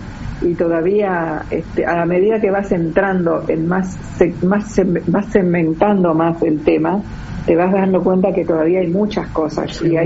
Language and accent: Spanish; Paso de los Libres, Corrientes, Argentina; Yo soy oriunda de Paso de los Libres, ahí hay una frontera internacional, un cruce, un puente internacional.